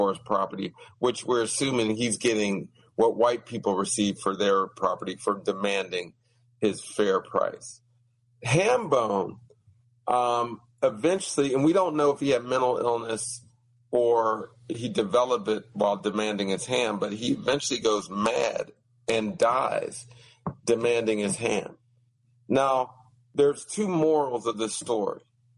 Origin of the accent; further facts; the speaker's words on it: Pittsburgh, Pennsylvania, United States; I'm originally from Pittsburgh.